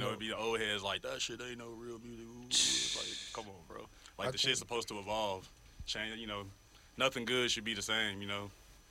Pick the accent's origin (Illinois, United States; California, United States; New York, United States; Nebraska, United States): Illinois, United States; Chicago; As a Chicagoan and as an artist